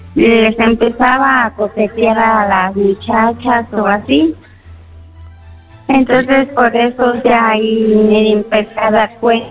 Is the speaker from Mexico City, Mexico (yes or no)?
yes; Tlalpan, Mexico City, Mexico